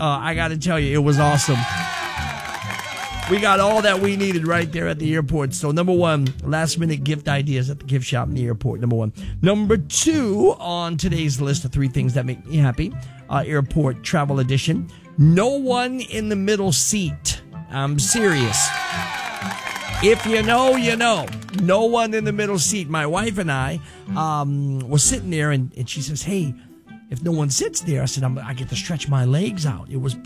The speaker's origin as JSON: {"language": "English", "town": "New Orleans", "region": "Louisiana", "country": "United States", "tie": "born or raised there", "said": "Last week I was gone, took my family back to New Orleans, my hometown"}